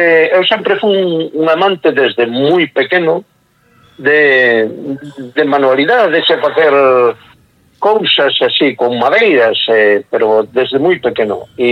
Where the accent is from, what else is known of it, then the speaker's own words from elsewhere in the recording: Alto de Cuxeiros, Galicia, Spain; now in San Andrés de Comesaña, Spain; No, bueno, eu son do Alto de Cuxeiros. E por circunstancias do amor, pois agora estou en San Andrés de Comesaña, aquí ao lado da igrexa.